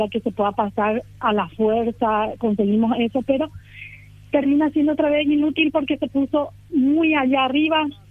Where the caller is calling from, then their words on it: Paraguay; como somos los paraguayos